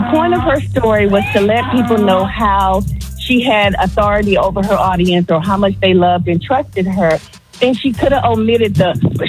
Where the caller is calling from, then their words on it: Texas, United States; Hey, it's … from Texas.